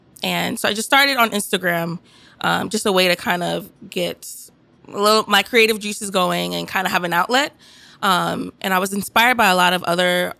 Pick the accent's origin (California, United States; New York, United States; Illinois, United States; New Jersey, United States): New York, United States; New York City; I'm from Bed-Stuy. I grew up here all my life. I still live on the block that I grew up on.